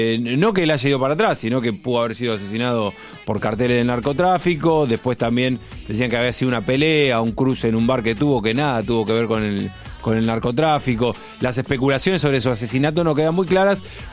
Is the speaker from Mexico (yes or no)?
no; Colombia; sé la tristeza que hoy sentimos como colombianos.